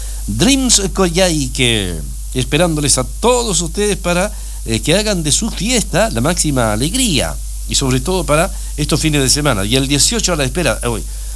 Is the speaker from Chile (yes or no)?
yes; Chile; somos chilenos